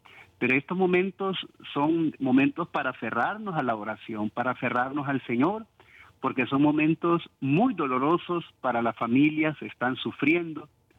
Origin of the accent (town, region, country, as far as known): Honduras